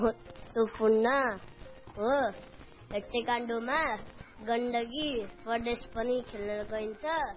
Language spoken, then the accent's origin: Nepali; Khaireni, Gandaki Province, Nepal; मेरो घर खैरेनी टोलमा हो.